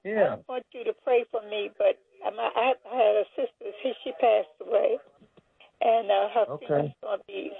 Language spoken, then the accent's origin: English; Washington, District of Columbia, United States; we've been in Washington, D.C. all our lives. And I'm 80.